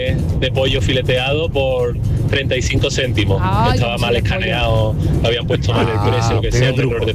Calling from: Seville, Andalusia, Spain; desde Sevilla.

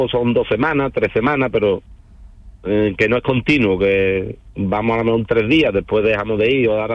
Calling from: Benacazón, Andalusia, Spain; Ahora mismo en Benacazón.

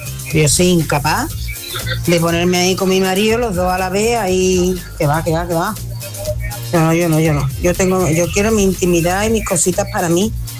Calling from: Seville, Andalusia, Spain; de Sevilla.

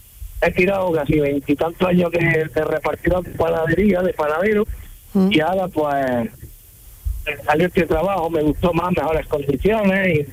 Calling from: Berja, Andalusia, Spain; Yo estoy en Almería, soy de un pueblo de Almería, de Berja.

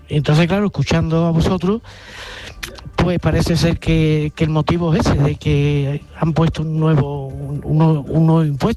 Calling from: Huelva, Andalusia, Spain; de Huelva.

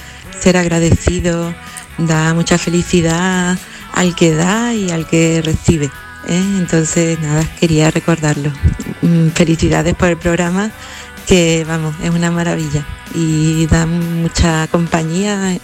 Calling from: Seville, Andalusia, Spain; de Sevilla.

